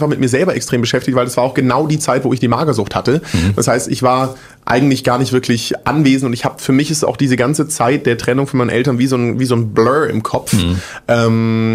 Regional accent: Großbottwar, Baden-Württemberg, Germany; also born or lived in Stuttgart / Frankfurt; Ich bin in Stuttgart geboren, bin in so einem Kaff aufgewachsen, das heißt Großbottwar. Mhm. Also will ich da wohnen, was wohnen da 10.000, 15.000 Leute vielleicht. Bin da mit meiner Family groß geworden, bis ich 10 war.

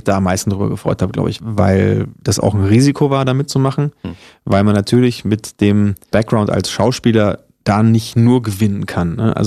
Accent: Norderstedt, Schleswig-Holstein, Germany

